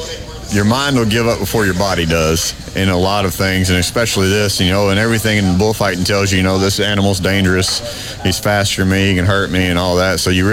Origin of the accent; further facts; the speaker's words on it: Haskell, Texas, United States; I am from Haskell, Texas.